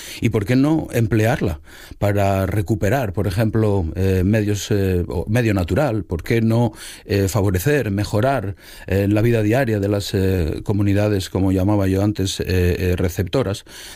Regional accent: Asturias, Spain; yo soy asturiano, quería barrer un poquito para casa

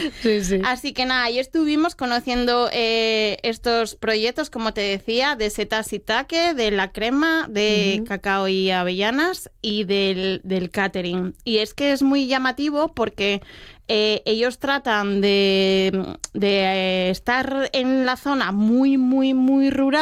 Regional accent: Asturias, Spain; Al final yo también soy guisandera de Asturias y bueno, lo que hacemos es cocina de Asturias y aparte soy asturiana

